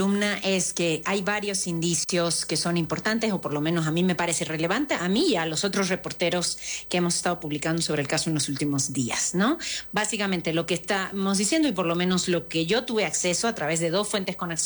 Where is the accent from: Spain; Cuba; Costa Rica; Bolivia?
Cuba; born there; moved away; yo pues nací en Cuba y es parte del discurso con el que yo crecí